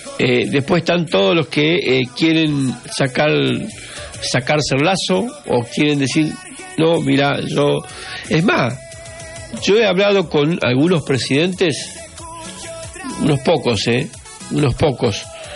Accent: Avellaneda, Santa Fe, Argentina; somos todos de Avellaneda

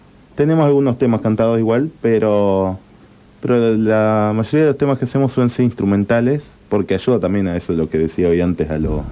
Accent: Santa Fe, Argentina; Somos santafesinos.

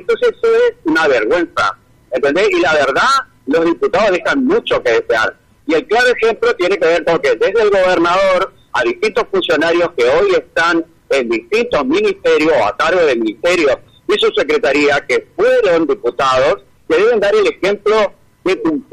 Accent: Chaco, Argentina; tenemos la aspiración de que algún día nuestra provincia deje de ser pobre y que sea una provincia de oportunidades

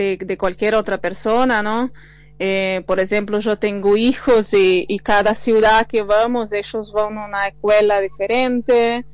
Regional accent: Brazil; now in Argentina; Yo soy de Brasil, hace 17 años que vivo acá en Argentina

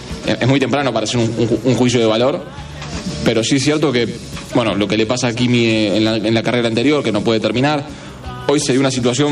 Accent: Argentina; nos interesa a todos como argentinos

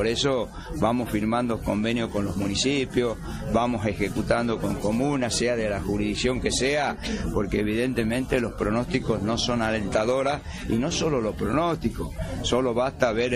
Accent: Tucumán, Argentina; ni como gobernador, ni como tucumano, quiero que pase.

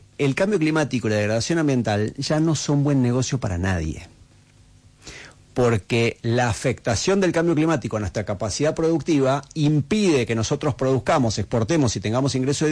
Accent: Argentina

